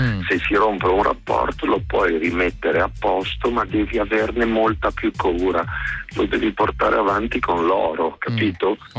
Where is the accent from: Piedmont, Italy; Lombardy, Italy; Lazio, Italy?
Piedmont, Italy; e a San Bartolomeo riposa mio padre, riposa mio nonno, e andrò proprio lì nella mia terra a salutarli.